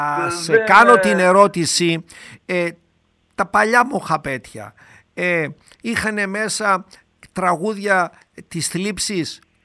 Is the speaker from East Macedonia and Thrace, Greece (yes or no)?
no; Kilkis, Central Macedonia, Greece; Είσαι ένας άνθρωπος που γεννήθηκες εκεί στο γενέθλιο μας τόπο, στο Κιλκής